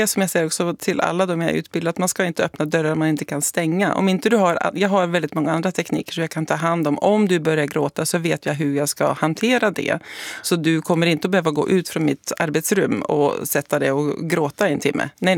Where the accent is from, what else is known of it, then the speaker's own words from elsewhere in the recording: Norway; now in Sweden; det är skillnad på Norge och Sverige, för jag är norsk.